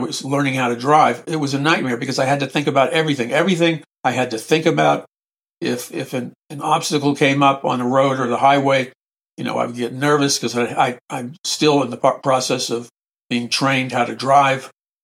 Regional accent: New York City, New York, United States; I grew up in New York City and nobody really drove in New York City.

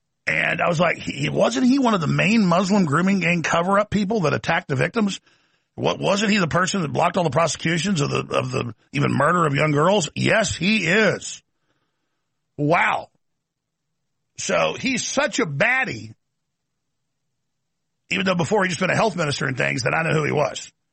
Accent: United States; as an American

